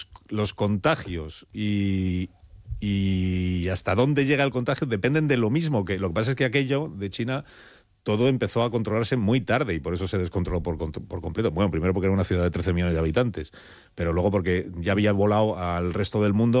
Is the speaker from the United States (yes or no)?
no; United Kingdom; Soy un ciudadano británico